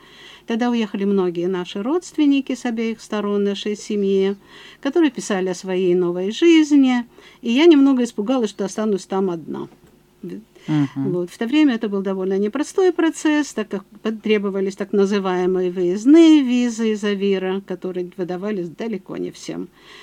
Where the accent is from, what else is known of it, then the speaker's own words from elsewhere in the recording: Sukhumi, Abkhazia, Georgia; moved away as an adult; also born or lived in Tbilisi; now in Australia; Я родилась в солнечном городе Сухуми, столице Абхазии. Училась тогда еще в новооткрытой школе номер 19, которая впоследствии носила имя космонавта Владимира Комарова.